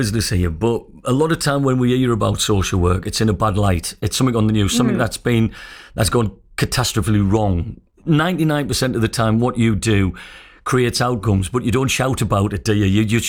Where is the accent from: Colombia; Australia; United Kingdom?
United Kingdom; Trimdon, North East England; I'm from Trimden.